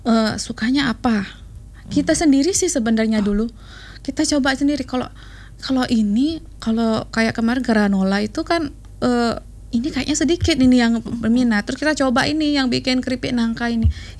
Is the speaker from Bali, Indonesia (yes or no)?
yes; Bali, Indonesia; kalau kita orang Bali itu kan, bukan orang Bali, Indonesia kayaknya ya.